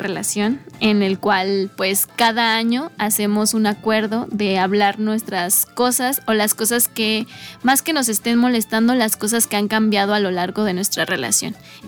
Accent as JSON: {"language": "Spanish", "region": "Mexico City", "country": "Mexico", "tie": "born or raised there", "moved": "as an adult", "lives_now": "San Luis Potosí, Mexico", "said": "Nuestro primer año aquí lo cumplimos aquí en San Luis Potosí, porque nosotros somos originarios de la Ciudad de México."}